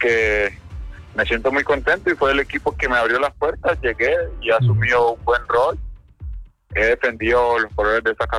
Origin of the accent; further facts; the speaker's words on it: Tumaco, Nariño, Colombia; moved away; soy de Tumaco, Nariño, de una área de Nariño, pues. Soy de un pueblo que se llama Candelilla Río Mira, ahí crezco. Ahí me desarrollo, a los 5 años empiezo a jugar al fútbol.